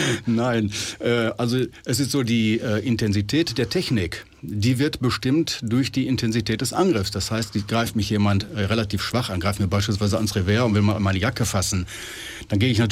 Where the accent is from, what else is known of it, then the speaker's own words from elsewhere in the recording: Dortmund, North Rhine-Westphalia, Germany; also born or lived in Castrop-Rauxel; now in Aurich, Germany; als Dortmunder